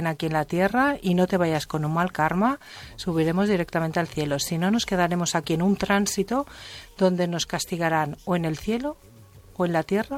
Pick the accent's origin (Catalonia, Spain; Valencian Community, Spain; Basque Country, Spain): Catalonia, Spain; Y soy española y soy catalana